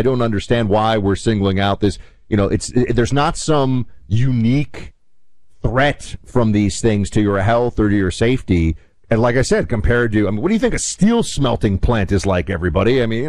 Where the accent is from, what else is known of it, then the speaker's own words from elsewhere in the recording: New York, United States; Even though as a New Yorker, we have to give it a hard time sometimes.